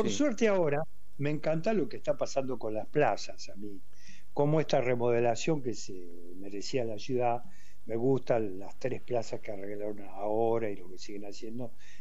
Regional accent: La Plata, Buenos Aires Province, Argentina; soy tan platense genéticamente

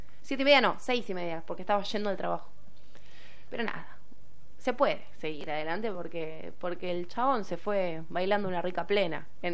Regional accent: Argentina; born there; yo sería española, españolo. No, yo soy argentina. Yo soy latina, yo soy rioplatense. Yo nací acá.

